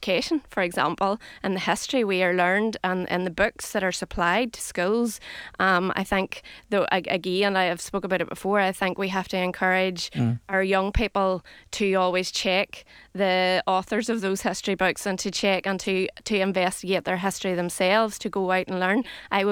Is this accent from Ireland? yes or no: yes; Ireland; as an Irish, as somebody who holds an Irish passport, who is very proud to be Irish and speak the language